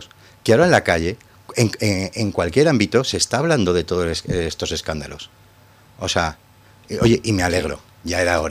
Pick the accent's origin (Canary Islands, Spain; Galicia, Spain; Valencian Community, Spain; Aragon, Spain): Aragon, Spain